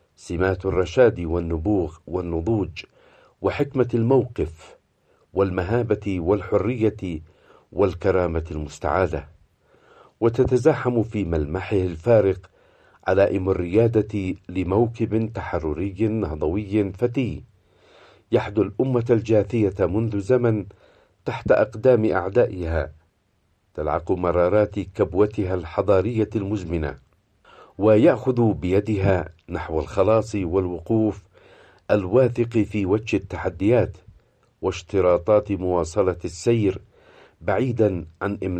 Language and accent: Arabic; Yemen; وكل ذلك يرسخ حقيقة أننا كيمنيين أمام يمن آخر